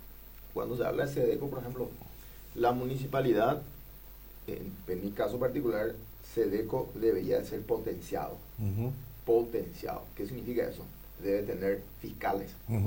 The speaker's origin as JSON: {"language": "Spanish", "country": "Paraguay", "said": "nosotros los paraguayos"}